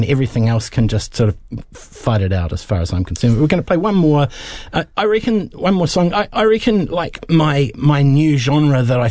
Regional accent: Timaru, Canterbury, New Zealand; like Radio Caroline growing up in Timaru as a child on, you know, AM easy listening radio.

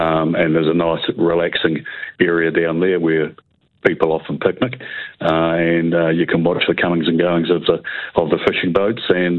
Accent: Westport, West Coast, New Zealand; moved away as an adult; also born or lived in Christchurch; it's my hometown, so this is where I was born. I didn't leave Westport until I was in my 30s, even though I was coming back on a regular basis then. It's not quite the same as living here. I was living in Christchurch for 32 years.

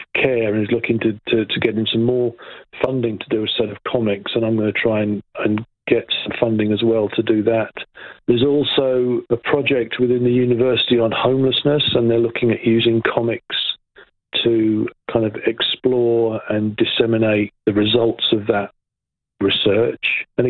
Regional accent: England, United Kingdom; it sort of started when I was about 6 or 7 with the Beano, because I'm English, right?

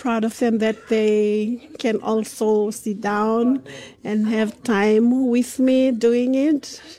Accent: Western Division, Fiji; also born or lived in Kadavu; I'm from Vatulele, we have a different prince from the Kondrove where I'm married to.

